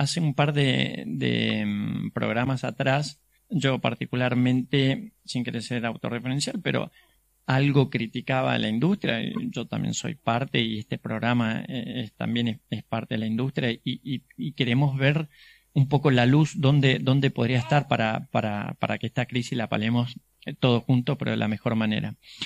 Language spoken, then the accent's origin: Spanish; Argentina